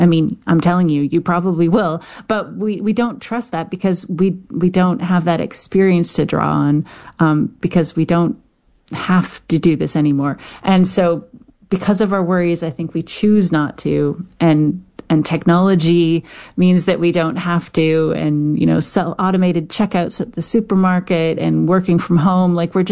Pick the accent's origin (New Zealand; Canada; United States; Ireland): Canada; accent: Canadian; just with my funny Canadian accent.